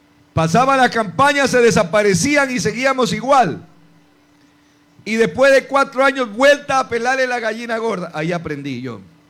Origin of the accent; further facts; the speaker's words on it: Bellavista parish, El Oro, Ecuador; moved away as an adult; now in Machala, Ecuador; 50 años viví en el campo. Los últimos 20 años en la parroquia Bellavista. Soy hijo con mucha honra de campesinos. Hace 6 años vivo en Machala.